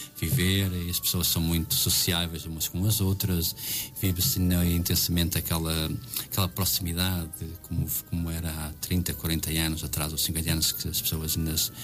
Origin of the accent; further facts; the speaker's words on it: Marco de Canaveses, Norte, Portugal; eu gosto muito da minha terra, nasci e cresci.